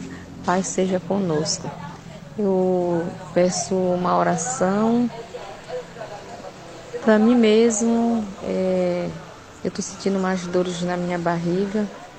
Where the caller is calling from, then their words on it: Curuçá, Pará, Brazil; Sou daqui de Curuçá.